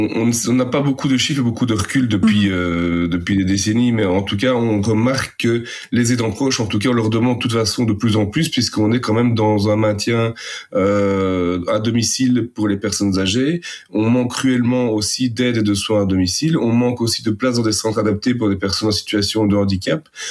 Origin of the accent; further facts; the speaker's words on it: Belgium; Chez nous, en Belgique